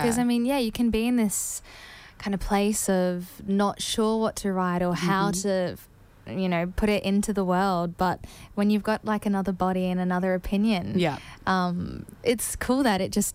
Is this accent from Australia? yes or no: yes; Adelaide, South Australia, Australia; I'm originally from Adelaide and, I mean, I only lived there 4 years, but I still call it home.